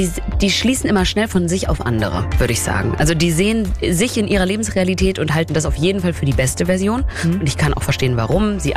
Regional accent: Berlin, Germany; Also ich wohne in Berlin, ich komme aus Berlin.

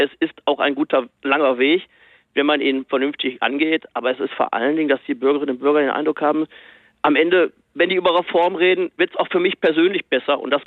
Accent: North Rhine-Westphalia, Germany; Ich komme aus dem Ruhrgebiet. Ich weiß, was solche Transformationsprozesse auch mit einer Gesellschaft machen.

